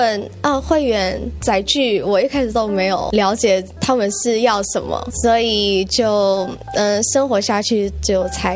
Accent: Indonesia; Chinese is a second language; moved away as an adult; now in Taiwan; 因为我们印尼人如果想要来台湾留学是需要通过那个华文考试、所以我在印尼的时候有考过、所以应该是说有可以一点点中文

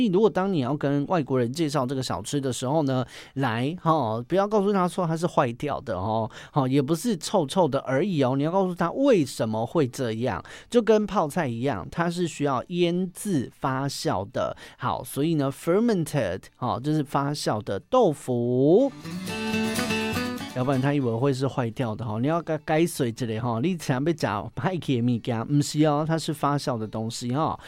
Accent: Taiwan; 自己身为是台湾人

